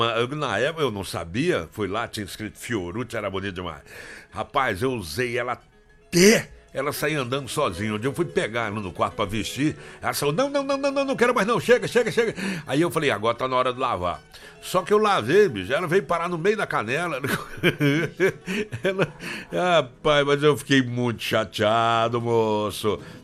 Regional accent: Brasília, Federal District, Brazil; born there; Agora aqui, já em Brasília, com 9, 10 anos de idade

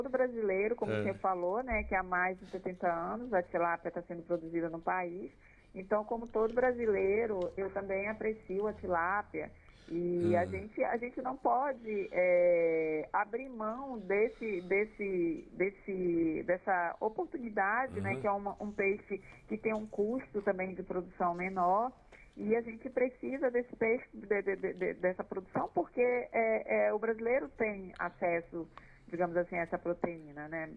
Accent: Pará, Brazil; eu sou originária da Amazônia, eu nasci no Pará

